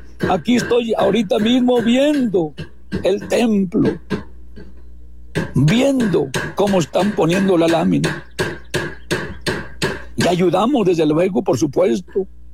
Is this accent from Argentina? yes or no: no; Mexico; born there; estamos viviendo en México, nacimos en México